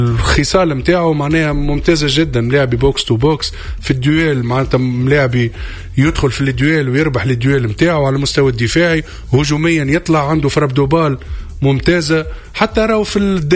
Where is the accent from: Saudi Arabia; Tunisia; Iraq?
Tunisia